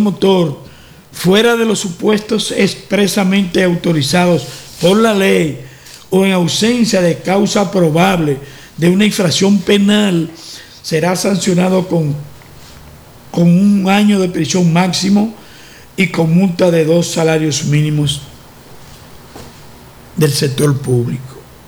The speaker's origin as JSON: {"language": "Spanish", "town": "Baní", "region": "Peravia", "country": "Dominican Republic", "tie": "born or raised there", "said": "Entonces, eso es bueno decírselo al pueblo dominicano. Específicamente a mi pueblo Baní"}